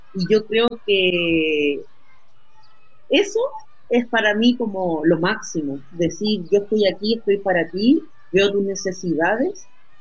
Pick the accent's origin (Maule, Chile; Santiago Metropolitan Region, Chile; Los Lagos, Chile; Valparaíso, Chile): Valparaíso, Chile; Viña del Mar; now in Chañaral, Chile; Yo soy de Viña del Mar